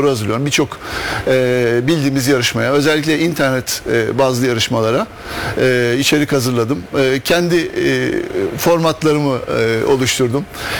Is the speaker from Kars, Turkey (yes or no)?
no; Adapazarı, Sakarya, Turkey; born there